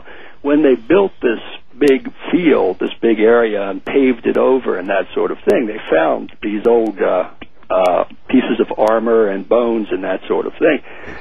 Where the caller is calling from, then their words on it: Fukuoka, Japan; Okay, Fukuoka City, which is in Kyushu. Kyushu is, I guess, the southernmost island of Japan, the largest one outside of Okinawa.